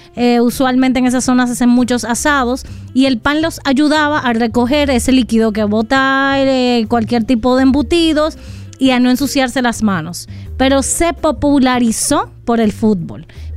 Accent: Dominican Republic; nosotros como dominicanos

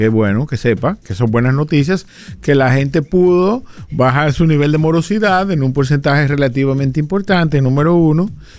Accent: Dominican Republic; nosotros, que somos tan dependientes de Estados Unidos

